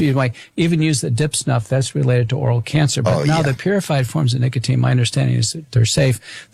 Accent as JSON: {"language": "English", "region": "Texas", "country": "United States", "tie": "born or raised there", "said": "I grew up in Texas, so, you know, there were kids were dip snuffing."}